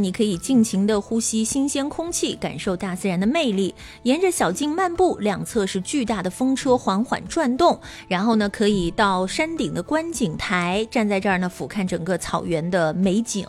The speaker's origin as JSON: {"language": "Chinese", "region": "Shandong", "country": "China", "said": "那我们山东人喜欢。"}